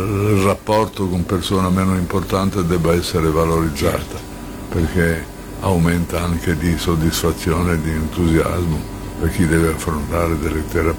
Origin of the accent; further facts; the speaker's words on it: Bologna, Emilia-Romagna, Italy; also born or lived in Padua / Giulianova; Beh, sono nato a Padova, sì, a 2 anni sono andato a Bologna, è stato sempre Bologna e Giulianova